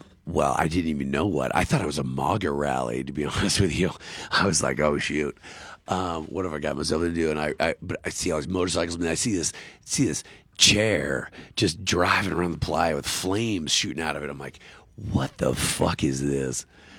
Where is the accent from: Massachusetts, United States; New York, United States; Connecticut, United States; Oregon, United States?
Oregon, United States; I'm from Oregon, so I could deal with the rain.